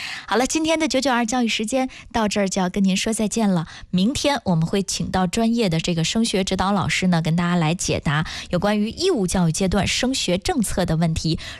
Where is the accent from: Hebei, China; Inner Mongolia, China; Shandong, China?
Hebei, China; Shijiazhuang